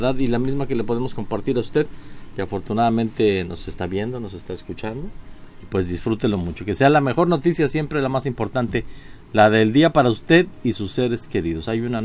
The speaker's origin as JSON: {"language": "Spanish", "town": "Rancherías", "region": "Coahuila", "country": "Mexico", "lives_now": "Santa Rosalía, Mexico", "said": "Yo soy exactamente de Rancherías, Coahuila, cerca de Palau, pero ya tengo 10 años viviendo acá y entré a este grupo."}